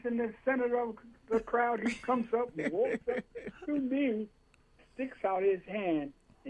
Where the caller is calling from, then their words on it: California, United States; No, I'm on the West Coast. I'm calling you from Cali.